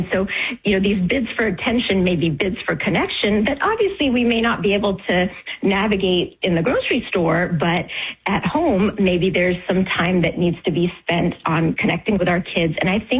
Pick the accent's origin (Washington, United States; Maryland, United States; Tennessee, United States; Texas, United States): Tennessee, United States; born or raised there